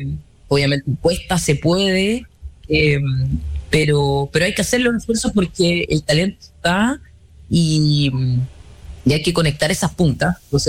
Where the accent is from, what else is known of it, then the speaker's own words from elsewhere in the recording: Linares, Maule, Chile; born there; Mira, yo también soy de regiones. Yo nací en el Maule, en el Linares específicamente.